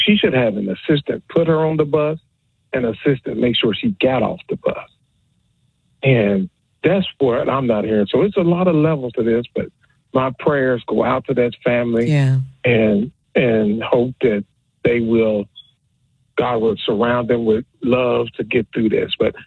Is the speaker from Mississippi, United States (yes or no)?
yes; DeSoto County, Mississippi, United States; we grew up in DeSoto County.